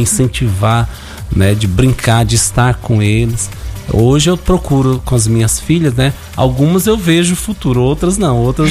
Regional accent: Goiânia, Goiás, Brazil; moved away; Eu sou de Goiânia, natural de Goiânia, né?

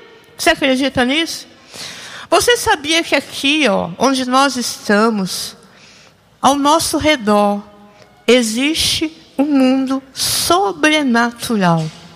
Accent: Brazil; moved away as an adult; also born or lived in Israel; Mas pela fé, eu voltei para o Brasil

